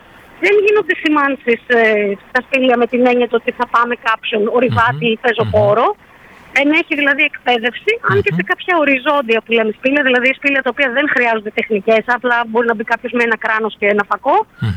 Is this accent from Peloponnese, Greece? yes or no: no; Epirus, Greece; moved away; also born or lived in Athens; Όταν επέστρεψα στην ιδιαίτερη πατρίδα μου, με μια παρέα φίλων και υποστηρικτές από άλλους συλλόγους, φίλοι δηλαδή σπηλαιολόγοι που βοήθησαν στην όλη διαδικασία, να ιδρύσουμε τον Σπηλαιολογικό Σύλλογο για να εισάγουμε και στην Ήπειρο πια αυτό το άθλημα